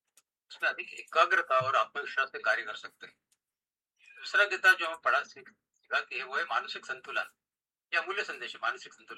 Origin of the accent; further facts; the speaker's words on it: Indore, Madhya Pradesh, India; born there; moved away as an adult; also born or lived in Pune / Indonesia / Malaysia / Singapore; मेरा जन्म इंदौर में हुआ था